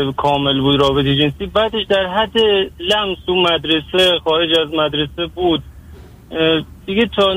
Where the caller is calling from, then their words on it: Iran; من از ایران تماس میگیرم، 31 سالمه.